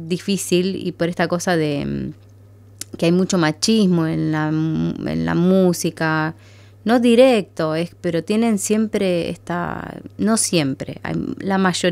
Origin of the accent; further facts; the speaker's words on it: Comodoro Rivadavia, Chubut, Argentina; moved away as an adult; also born or lived in Buenos Aires; yo empecé el tango tradicional ahí en Comodoro, de donde soy, en la Patagonia, y después de algunos meses me mudé a Buenos Aires